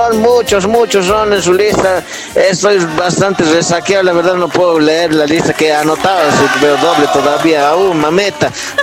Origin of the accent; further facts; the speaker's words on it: Tarija, Bolivia; Así que bueno, ahí si tienen algún remedio caserito, así como allá en mi tierrita, ahí